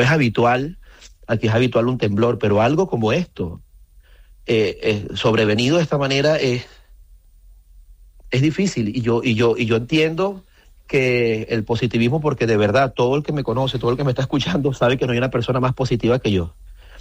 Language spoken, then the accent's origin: Spanish; Venezuela; nosotros como venezolanos que somos